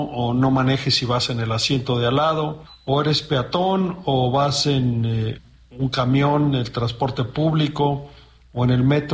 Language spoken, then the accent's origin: Spanish; Mexico; si como mexicanos queremos mejorar